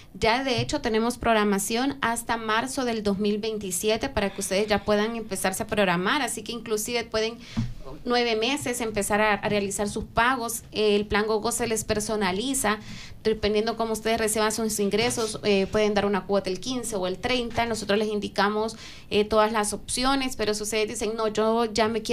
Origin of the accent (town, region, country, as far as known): El Salvador